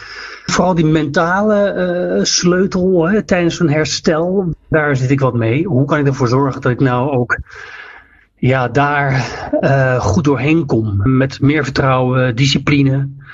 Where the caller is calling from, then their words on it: Utrecht, Netherlands; Utrecht. Ja, ik woon in Utrecht.